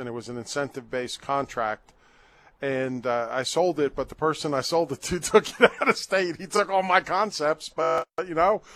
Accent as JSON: {"language": "English", "region": "New Jersey", "country": "United States", "tie": "born or raised there", "also_born_or_lived": "Bronx, New York", "moved": "yes", "lives_now": "Arkansas, United States", "said": "I grew up in New Jersey, as the audience know."}